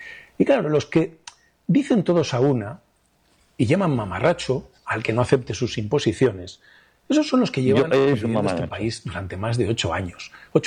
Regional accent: Castile and León, Spain; En mi tierra, en Castilla y León

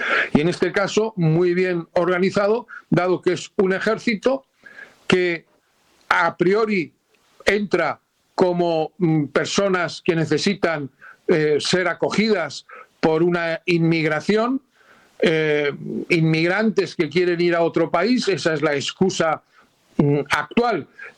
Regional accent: Spain; me duele muchísimo decirlo como español

